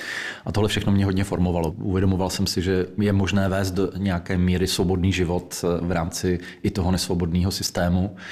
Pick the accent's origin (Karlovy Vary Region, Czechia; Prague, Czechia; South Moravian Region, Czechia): Karlovy Vary Region, Czechia; Karlovy Vary; protože jsem byl taky z Karlových Varů, z malého města, tak tam jako nebyly nějak moc rozšířené disidentské struktury